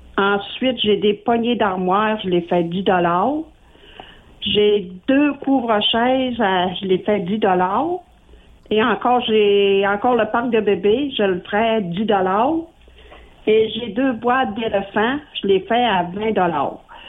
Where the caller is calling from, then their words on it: Saguenay, Quebec, Canada; Moi, j'appelle de Chicoutimi.